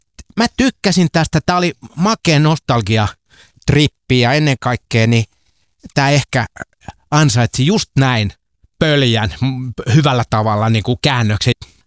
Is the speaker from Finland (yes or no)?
yes; Helsinki, Uusimaa, Finland; mä oon ruskea suot kotosin. Eli mä olen nyt tällä hetkellä aika lähellä noita kotikyliä ja Helsinkihän on täyskyliä.